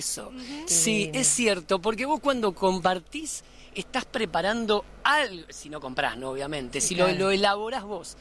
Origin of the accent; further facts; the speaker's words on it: Libertad, Argentina; moved away; Yo vengo de Libertad, vos venís de La Plata, y yo hablaba de escalope y me decían, ¿de qué está hablando este flaco?